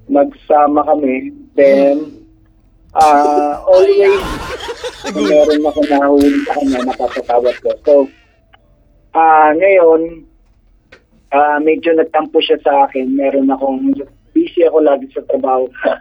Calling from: Pasay, Metro Manila, Philippines; Taga Pilder 1, Pasay.

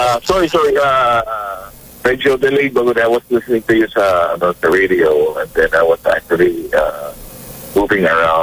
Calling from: Tandag, Caraga, Philippines; I'm from Tandag.

